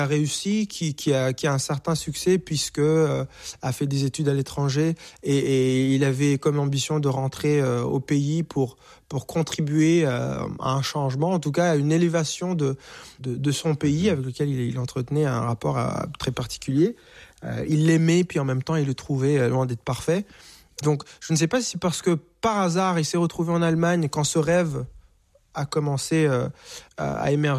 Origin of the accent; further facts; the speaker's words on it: Rwanda; now in Canada; On me disait, tu viens d'où? Bah, je suis d'origine rwandaise. Étais-tu là pendant le génocide? Oui